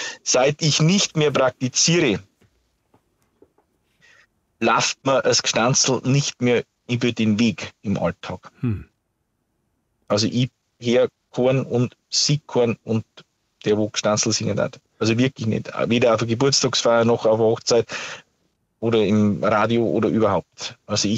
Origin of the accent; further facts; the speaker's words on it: Bavaria, Germany; Also bei uns in Niederbayern ändert es sich, sagen wir es ja so.